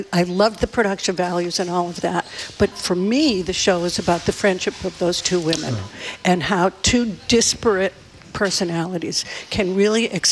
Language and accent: English; Revere, Massachusetts, United States; Because I'm from Revere.